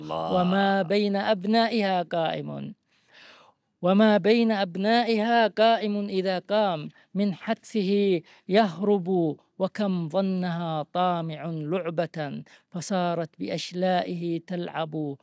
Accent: Yemen; أسكن في قريتي التي ولدت فيها على جبل يطل على تهامة وعلى البحر

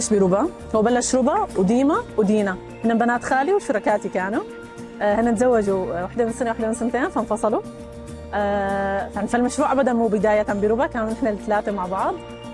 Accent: Aleppo, Aleppo Governorate, Syria; اما للمستقبل صراحه انا من حلب، فعم فكر جدا جدا انه خلال السنه القادمه بس شوي استقر الاوضاع هناك اكثر انه يكون في لنا مشروع بحلب

